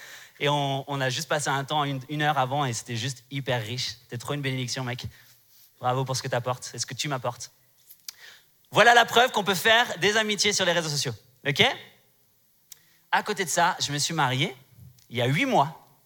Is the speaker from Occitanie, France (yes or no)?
no; Strasbourg, Grand Est, France; Je viens de Strasbourg, je vous l'ai dit hier, pour ceux qui viennent là cet après-midi, Strasbourg, c'est en France.